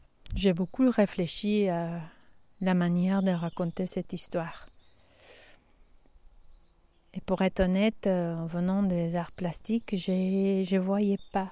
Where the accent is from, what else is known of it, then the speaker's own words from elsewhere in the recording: La Paz, Bolivia; moved away; Je suis née à La Paz, où j'ai vécu toute mon enfance et mon adolescence. On peut dire que La Paz est une grande ville